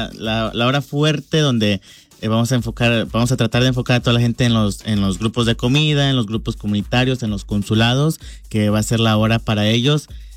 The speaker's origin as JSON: {"language": "Spanish", "region": "Michoacán", "country": "Mexico", "tie": "born or raised there", "also_born_or_lived": "Colima", "said": "Nací en Colima. Ah, ok. Pero fui criado en Michoacán."}